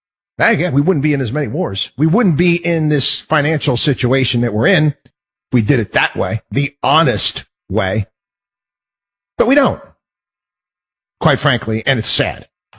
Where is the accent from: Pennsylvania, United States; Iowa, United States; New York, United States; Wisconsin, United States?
New York, United States; I grew up in New York and there's a lot of government buildings in the state of New York that are just plain ugly.